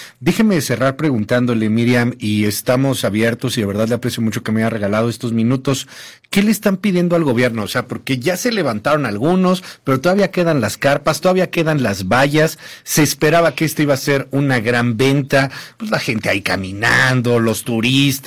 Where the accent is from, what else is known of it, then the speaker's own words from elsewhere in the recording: Mexico; Y esto no es México, ni esto somos los mexicanos, somos mucho más.